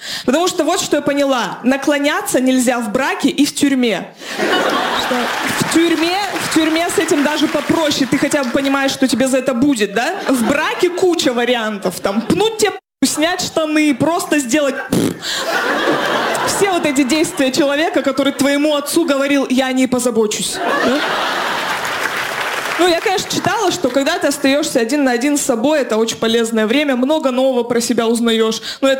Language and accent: Russian; Chelyabinsk, Chelyabinsk Oblast, Russia; я из Челябинска